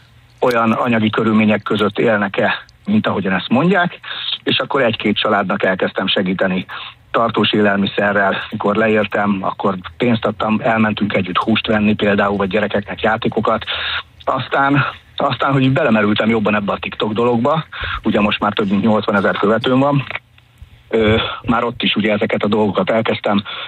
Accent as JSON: {"language": "Hungarian", "region": "Borsod-Abaúj-Zemplén", "country": "Hungary", "tie": "born or raised there", "said": "ugye én Borsod megyébe születtem, Kiszakarádon nevelkedtem"}